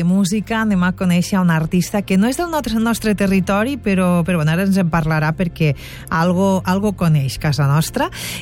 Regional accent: Catalonia, Spain; Per la zona delta, que és més d'on soc jo

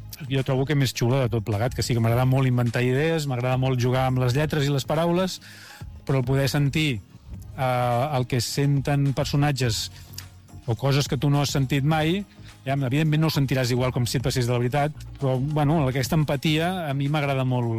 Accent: Barcelona, Catalonia, Spain; moved away as an adult; now in Garrotxa, Spain; nosaltres som de Barcelona tota la vida, però fa 8 anys vam fer aquest pas de marxar cap a un poble petit de la Garrotxa

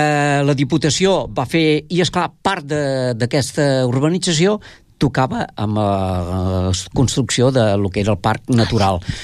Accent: Tordera, Catalonia, Spain; que vinc de Tordera, que sóc l'únic, home...

